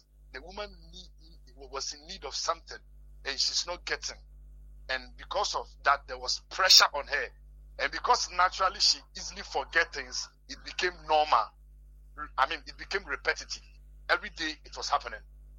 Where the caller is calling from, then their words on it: Tantra Hills, Greater Accra, Ghana; Yeah, I'm speaking from Tantra Hills.